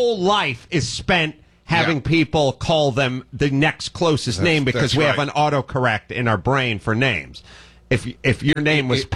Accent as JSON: {"language": "English", "town": "Los Angeles", "region": "California", "country": "United States", "said": "I'm from North Hollywood."}